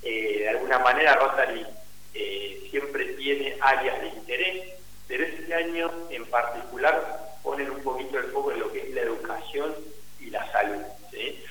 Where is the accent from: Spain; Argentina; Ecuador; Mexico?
Argentina; Caleta Olivia, Santa Cruz; muy distinta a de donde yo vengo, ¿no? Como bien dijo Juan, Caleta Olivia, la provincia de Santa Cruz, la Patagonia, la estepa, la meseta